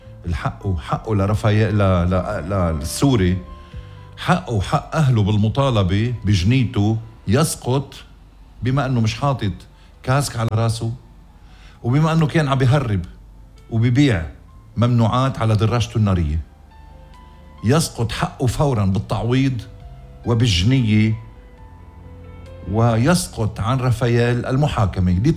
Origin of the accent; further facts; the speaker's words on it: Lebanon; يا آخ يا بلدي لبنان، للبحث صلة